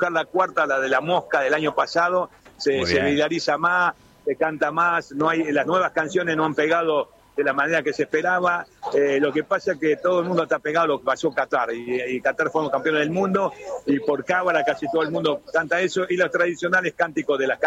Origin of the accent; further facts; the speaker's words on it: Argentina; los argentinos cuando vamos a Chile